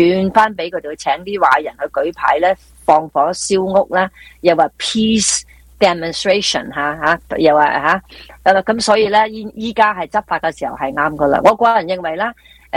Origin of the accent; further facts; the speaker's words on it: California, United States; 上帝祝福我哋加州人呢